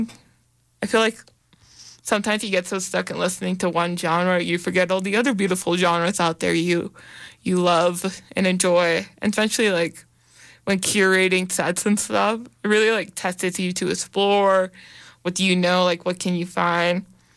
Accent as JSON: {"language": "English", "country": "Australia", "accent": "Australian", "said": "my Australian accent trying to attempt to be Chase was so horrible and made everybody laugh that we just decided I would talk in my normal voice instead"}